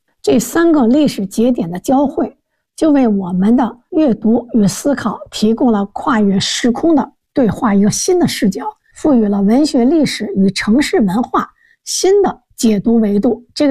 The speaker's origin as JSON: {"language": "Chinese", "region": "Beijing", "country": "China", "tie": "born or raised there", "said": "我小的时候也住在新街口嘛，这后面就是鼓楼，就是那个北海、前海、后海"}